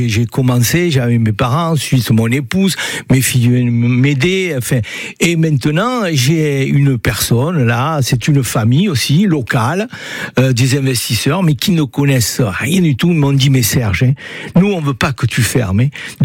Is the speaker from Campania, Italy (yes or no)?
yes; Naples, Campania, Italy; On vient de Naples, d'Italie, mais du sud de l'Italie.